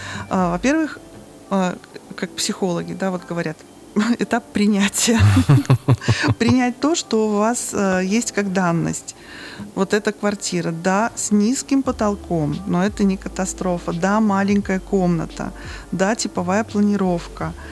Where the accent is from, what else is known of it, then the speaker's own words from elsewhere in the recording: Bryansk, Bryansk Oblast, Russia; Я из Брянска.